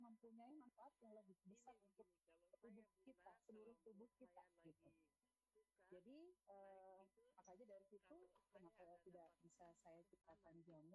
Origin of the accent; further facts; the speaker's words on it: Papua, Indonesia; Tapi saya lahir besar di Papua, di Jawa Buka.